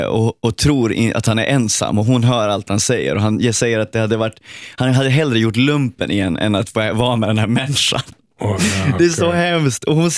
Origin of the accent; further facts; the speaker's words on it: Sweden; precis som i mitt hemland Sverige, så finns det en förväntan på att man ska klara sig själv i stor utsträckning.